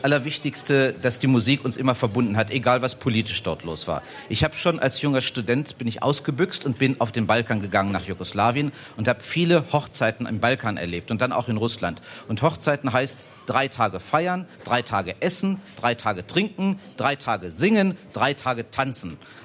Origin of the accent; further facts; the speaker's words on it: Lower Saxony, Germany; born there; Ich bin eigentlich geboren in Niedersachsen, aber mein Vater ist aus Schlesien. Meine Mutter ist aus dem Moselgebiet, aus Trier.